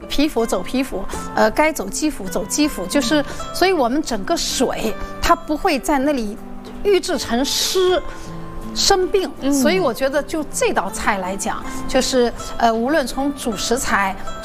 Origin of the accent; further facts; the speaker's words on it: Zhejiang, China; 就是江南水乡的嘛，就是我是浙江的，所以小时候在田边嘛，